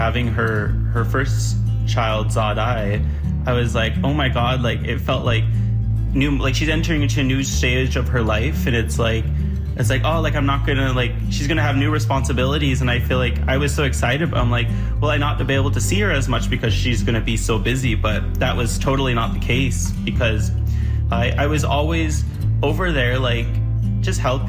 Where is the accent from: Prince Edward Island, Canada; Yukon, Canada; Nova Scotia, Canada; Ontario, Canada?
Ontario, Canada; Six Nations of the Grand River Reserve; I'm from Six Nations of the Grand River Reserve. I'm Onondaga on my mom's side and Anishinaabe on my dad's side.